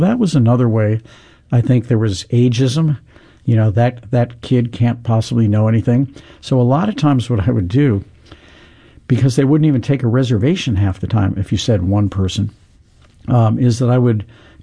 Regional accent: St. Louis, Missouri, United States; moved away; also born or lived in New York City; when I grew up in St. Louis.

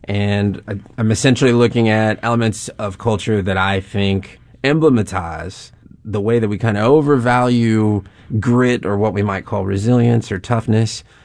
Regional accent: St. Louis, Missouri, United States; I'm from St. Louis's north side. The neighborhood that I grew up in from like 0 to 9 was almost entirely black.

